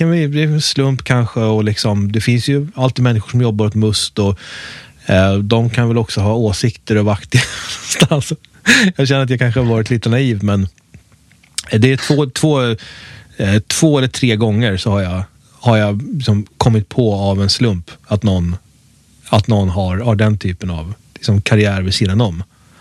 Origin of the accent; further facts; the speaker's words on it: Uppsala, Uppsala County, Sweden; jag är född och uppvuxen i Uppsala